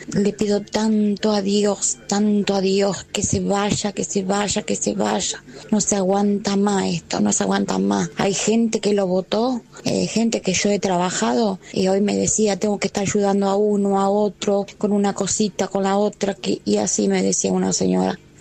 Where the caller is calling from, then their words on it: San Cristóbal, Argentina; de San Cristóbal.